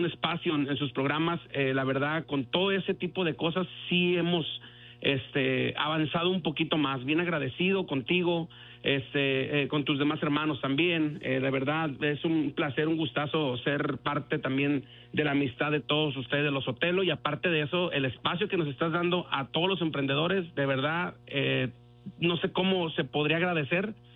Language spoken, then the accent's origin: Spanish; Tepic, Nayarit, Mexico; now in United States; Fíjate que nosotros somos de Nayarit, del estado de Nayarit, de la parte de Tepic, parte costera también de Santiago Escuintla, Nayarit.